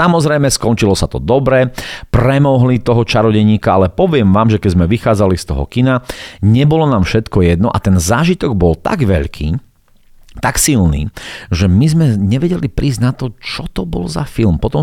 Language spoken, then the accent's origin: Slovak; Bardejov, Prešov Region, Slovakia; pochádzam teda z Bardejova, z malého mestečka, tu na východnom Slovensku, krásneho.